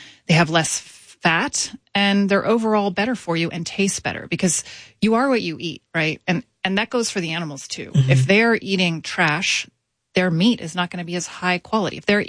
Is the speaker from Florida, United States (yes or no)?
yes; Florida, United States; Yeah, well, I grew up in Florida and the swamps in my backyard